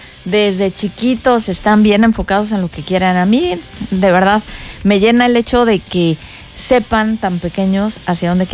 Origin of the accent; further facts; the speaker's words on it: Mexico; lo digo como mexicana